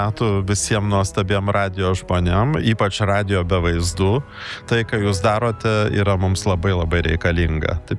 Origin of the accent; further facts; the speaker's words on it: Kaunas, Kaunas County, Lithuania; kaunietis, iš kurio tas radijo šimtmetis ir yra kilęs turbūt iš Kauno, būtent mano gimtojo miesto.